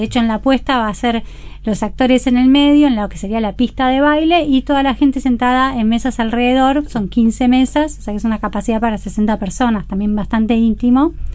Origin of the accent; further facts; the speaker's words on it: Buenos Aires, Argentina; yo me crié en Buenos Aires y aprendí a bailar en Buenos Aires